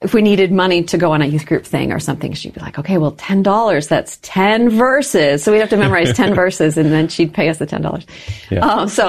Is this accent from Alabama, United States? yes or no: no; Minnesota, United States; Sure. So I'm from Minnesota, okay. And I grew up in a wonderful family.